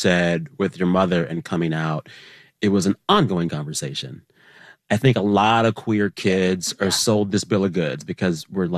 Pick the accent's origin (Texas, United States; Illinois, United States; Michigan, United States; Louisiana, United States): Texas, United States; I had folks in my life growing up in South Texas, very religious.